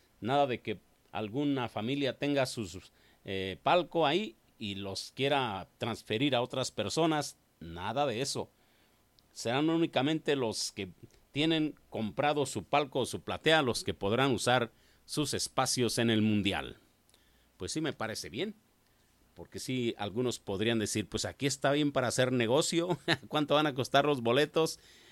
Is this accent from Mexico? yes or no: yes; Mexico